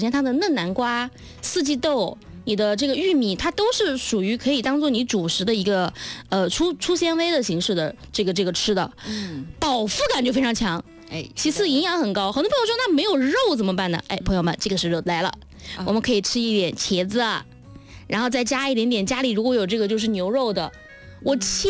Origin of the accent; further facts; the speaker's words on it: Sichuan, China; 作为四川人来说。